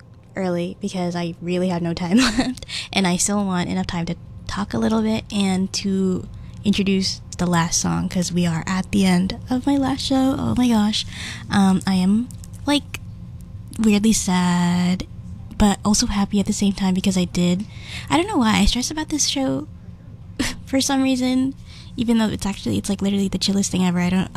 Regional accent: Philippines; moved away; I'm Filipino. Like, I am Pinoy.

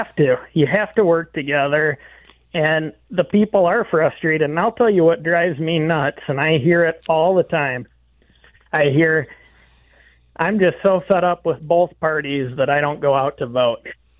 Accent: Dixon, Illinois, United States; Ronald Reagan from my hometown

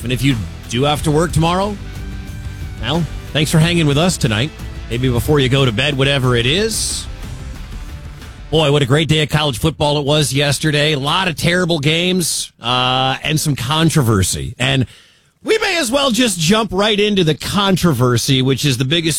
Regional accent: Detroit, Michigan, United States; I'm originally from Detroit, and I grew up a Michigan fan.

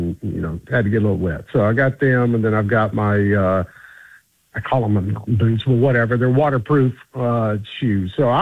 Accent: Mobile, Alabama, United States; moved away; So I grew up in Mobile, Alabama, where I was born and raised, and man, went to school down there.

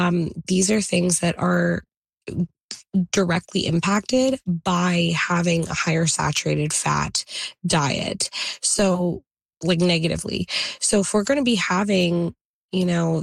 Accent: India; I'll say India just because I'm Indian

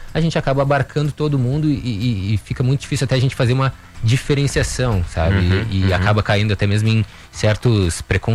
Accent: Porto Alegre, Rio Grande do Sul, Brazil; now in São Paulo, Brazil; É, eu que sou de Porto Alegre, vou assistir às vezes o Grêmio aqui em São Paulo.

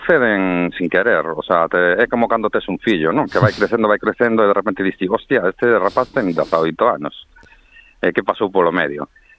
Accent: Vigo, Galicia, Spain; A ver, sojamos en casa, inda que a mitad de … somos de Vigo, pero a gente de Santiago siempre nos acoge muy bien.

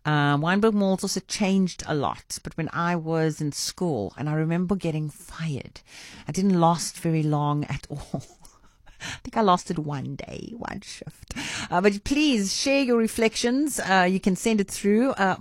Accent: Cape Town, Western Cape, South Africa; I was talking about growing up in Cape Town.

